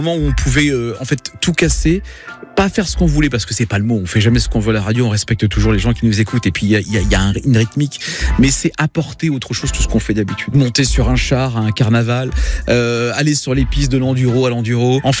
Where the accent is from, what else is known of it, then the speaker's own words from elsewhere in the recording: Jeumont, Hauts-de-France, France; moved away as an adult; also born or lived in Maubeuge; Alors, je suis né à Maubeuge et j'ai vécu toute ma jeunesse jusqu'à l'âge de 18-19 ans à Jeumont, juste à côté, à la frontière belge.